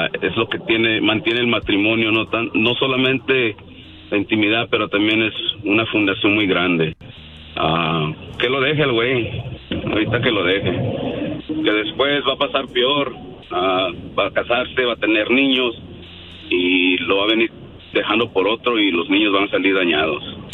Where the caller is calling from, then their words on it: Buckeye, Arizona, United States; Aquí, vivo en Buckeye, Arizona